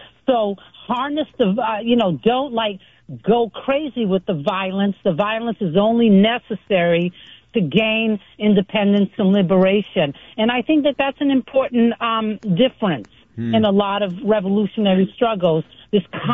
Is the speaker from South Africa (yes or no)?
no; United States; born there; So I'm American-born, and my parents are from Cabo Verde, West Africa.